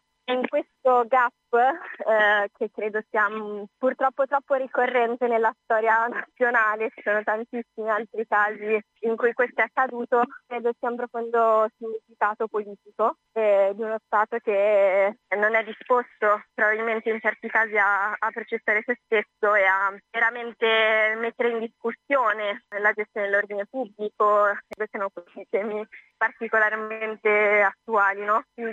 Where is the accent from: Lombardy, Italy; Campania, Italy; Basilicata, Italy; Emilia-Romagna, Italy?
Emilia-Romagna, Italy; Bologna; sono bolognese